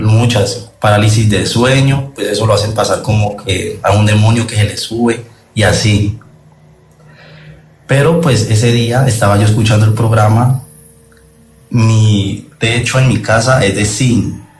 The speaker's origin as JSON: {"language": "Spanish", "region": "Valle del Cauca", "country": "Colombia", "said": "yo soy de aquí del Valle, yo soy del Valle de Cauca, ¿no? Saludos desde el Valle."}